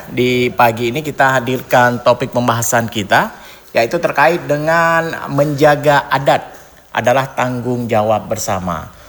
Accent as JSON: {"language": "Indonesian", "region": "Aceh", "country": "Indonesia", "said": "kita sebagai masyarakat Aceh"}